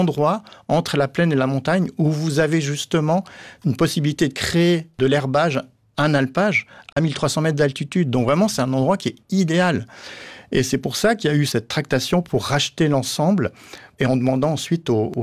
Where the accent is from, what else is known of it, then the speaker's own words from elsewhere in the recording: Valais, Switzerland; j'étais étudiant en histoire à l'université de Genève. Moi-même, je suis valaisan